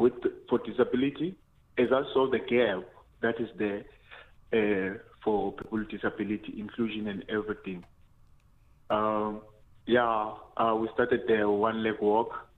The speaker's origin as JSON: {"language": "English", "town": "Klerksdorp", "region": "North West", "country": "South Africa", "said": "I'm from Klerksdorp. Klerksdorp, Ogniganana."}